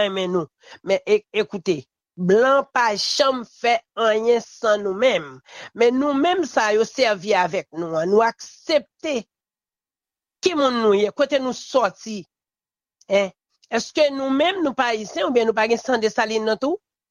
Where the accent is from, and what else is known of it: Haiti